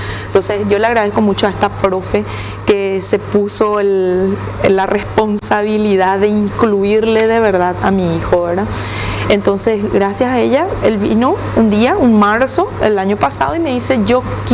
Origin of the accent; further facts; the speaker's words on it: Mariano Roque Alonso, Central, Paraguay; nosotros somos de Mariano Roca Alonso